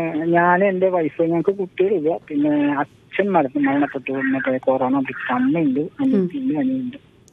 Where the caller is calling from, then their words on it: Thrissur, Kerala, India; ആ ഞാൻ വിളിക്കുന്നത് തൃശ്ശൂരിൽ നിന്നാണ്. തൃശ്ശൂരിൽ നിന്ന് ചിറ്റണ്ട എന്ന് പറഞ്ഞു.